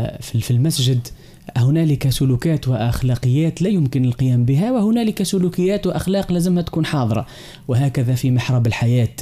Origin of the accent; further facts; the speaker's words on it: Tunisia; وعلى بلادنا تونس الحبيبة إلى قلوبنا.